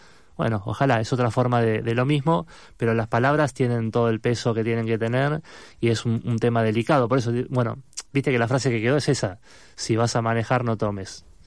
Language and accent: Spanish; Argentina